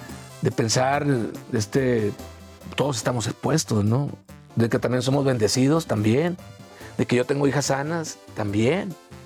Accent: Mexico

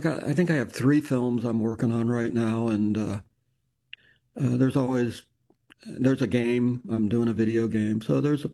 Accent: Akron, Ohio, United States; We were from an industrial, it was the rubber capital of the world at the time when we grew up in Akron, Ohio.

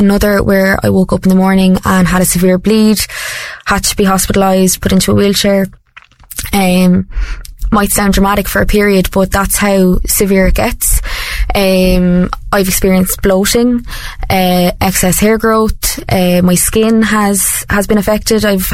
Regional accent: Portlaoise, County Laois, Ireland; I am from Port Leash in County Leash.

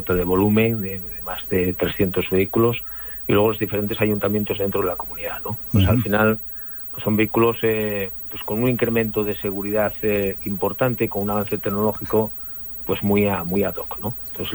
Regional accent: Asturias, Spain; cuando estás fuera de Asturias, pues como buen asturiano presumes, ¿no?

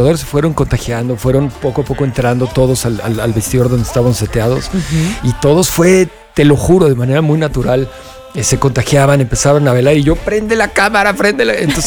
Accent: Mexico

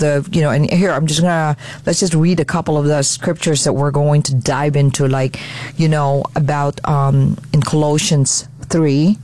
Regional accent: Philippines; first language Tagalog; English is a second language; now in United States; I'm Filipino. I'm born and raised in the Philippines, came to this country in 1978, and Tagalog happens to be my native language.

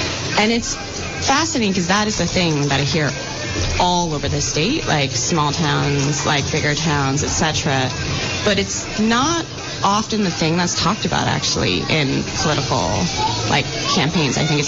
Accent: Vermont, United States; growing up in Vermont and having Bernie Sanders as, you know, an independent.

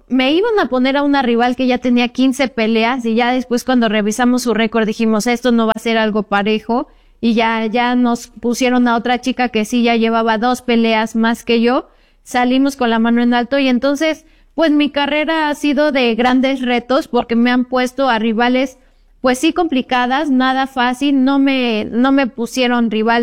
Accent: Mexico; porque soy de la Junta Auxiliar de la Libertad

